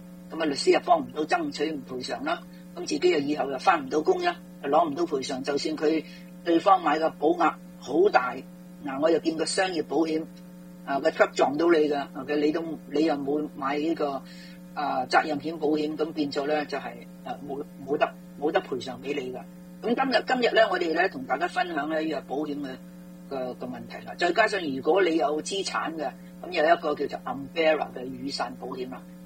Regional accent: China; 同埋呢，我发觉了很多、我们中国人呢就觉得、对方是对方错的，为什么我冤了他呢？

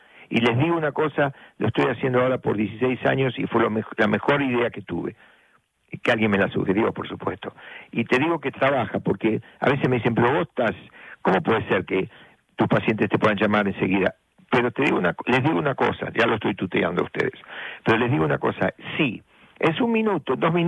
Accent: La Plata, Buenos Aires Province, Argentina; born there; moved away; allá en la calle 1 y 42, en La Plata, donde nací, enfrente del ferrocarril Roca.

